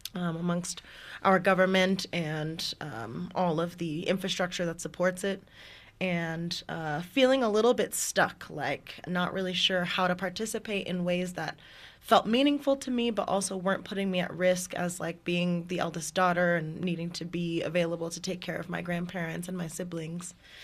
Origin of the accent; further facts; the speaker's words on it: Denver, Colorado, United States; I am a black woman born and raised in Denver, Colorado.